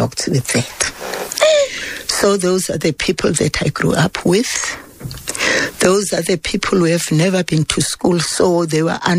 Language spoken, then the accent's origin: English; Soweto, Gauteng, South Africa; born there; also born or lived in Eastern Cape; You know, I'm 81 years old now. Mm-hmm. So I was born in house number 241, Orlando East.